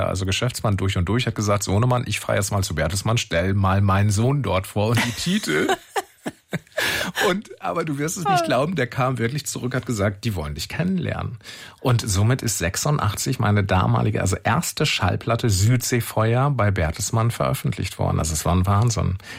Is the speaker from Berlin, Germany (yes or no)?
no; Warendorf, North Rhine-Westphalia, Germany; born there; meiner Geburtsstadt Warendorf. Also ich bin ja in der Stadt des Pferdes geboren. Also es gibt viele Pferde dort und dafür ist die Stadt ja auch berühmt geworden.